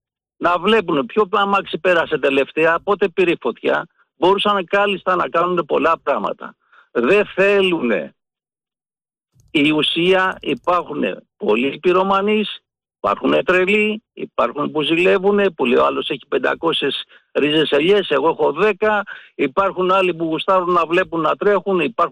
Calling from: Petroupoli, Attica, Greece; από Πετρούπολη.

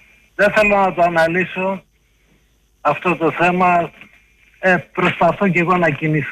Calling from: Greece; εγώ σαν Έλληνας

